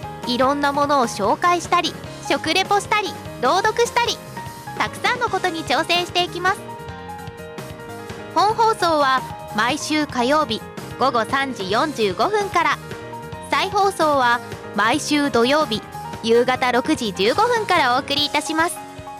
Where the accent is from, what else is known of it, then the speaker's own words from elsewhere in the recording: Ishinomaki, Miyagi, Japan; moved away as an adult; now in Tokyo, Japan; 実は地元の石巻を離れるのが初めてで、一人暮らしも初めてなんですけれども、